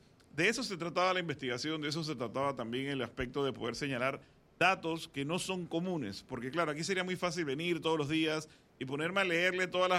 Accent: Panama; lo que nosotros como panameños podemos sentir identificados.

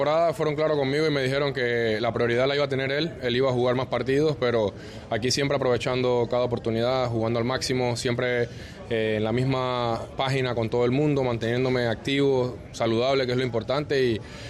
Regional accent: Panama; somos panameños.

